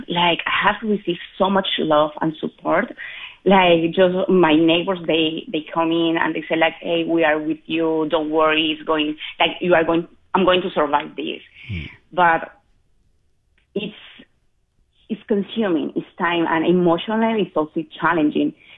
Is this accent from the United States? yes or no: no; Colombia; English is a second language; yeah, that will be an issue because I'm from Colombia. So it's like I changed from country just to looking for a safety place